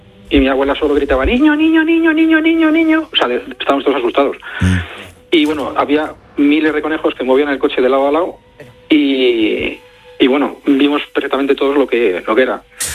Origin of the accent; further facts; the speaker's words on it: Madrid, Community of Madrid, Spain; Pues mire, yo tengo 46 años, soy de Madrid.